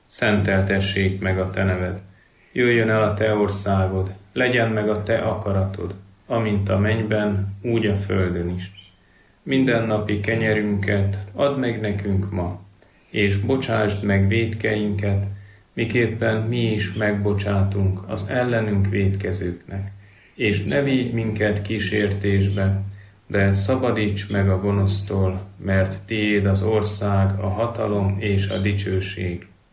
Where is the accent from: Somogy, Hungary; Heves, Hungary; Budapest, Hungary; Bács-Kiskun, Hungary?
Somogy, Hungary; Siófok; born or raised there